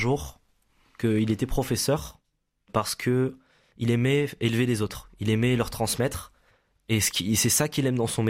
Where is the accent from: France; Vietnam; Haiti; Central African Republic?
France; Montpellier, Occitanie; born there; also born or lived in Carcassonne / Lodève; j'ai été du coup dans plusieurs villes, donc Carcassonne, oui. Lodève, puis ici Montpellier. J'ai fait à Lodève, j'étais dans l'école Saint-Joseph.